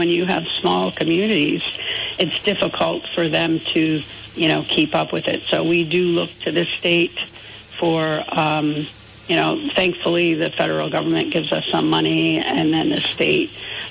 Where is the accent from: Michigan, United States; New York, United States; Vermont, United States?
Vermont, United States; Rutland County; I'm from Rutland County